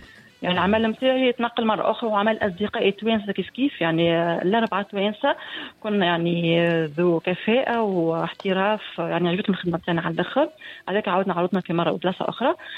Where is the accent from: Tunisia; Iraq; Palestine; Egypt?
Tunisia